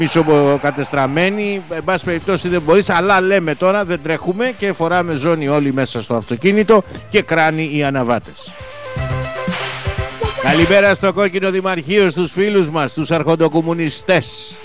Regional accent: Western Greece, Greece; στο Αγρίνιο, στην πατρίδα μου, την Ετωλό Ακαρνανία.

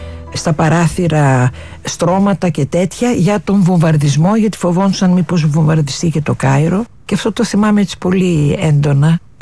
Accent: Palaio Faliro, Attica, Greece; Αγαπώ πολύ τη θάλασσα γιατί μεγάλωσα στο Παλαιό Φάληρο. Είμαι πολύ τυχερή που μεγάλωσα στο Παλαιό Φάληρο

